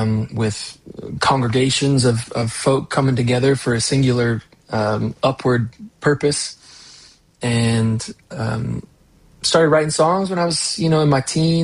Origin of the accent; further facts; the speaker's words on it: Washington, United States; now in Seattle, United States; Moved over to Seattle. I'm from Eastern Washington, kind of near Spokane, if folk know where that's at.